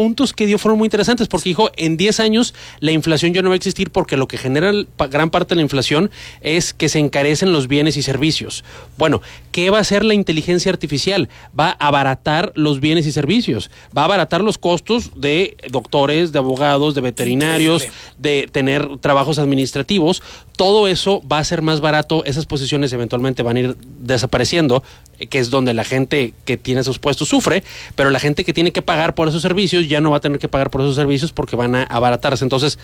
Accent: Mexico

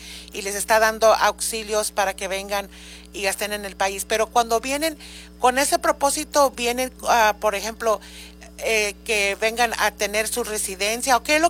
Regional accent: El Salvador; como los salvadoreños, todos que hemos tenido, you know, en estas peticiones

